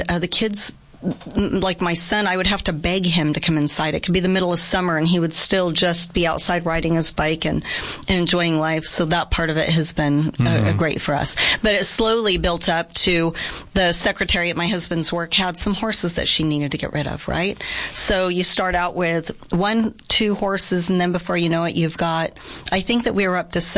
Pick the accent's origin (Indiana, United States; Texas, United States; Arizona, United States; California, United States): Arizona, United States; Yuma; Born and raised, yes.